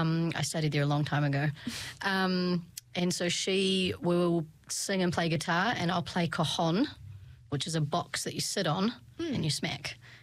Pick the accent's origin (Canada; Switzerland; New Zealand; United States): New Zealand; Christchurch, Canterbury; born and raised in Christchurch.